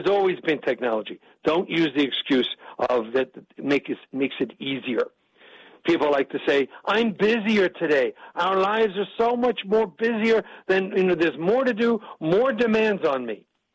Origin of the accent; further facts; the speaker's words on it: New York, United States; I talk fast. I'm from New York, so I can do this.